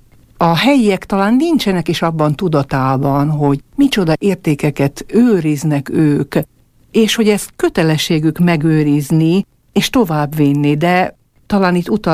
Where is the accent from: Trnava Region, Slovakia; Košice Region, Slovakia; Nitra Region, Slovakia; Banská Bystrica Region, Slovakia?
Trnava Region, Slovakia; Váhovce; 13 éves koromtól kántorkodom a szülőfalumban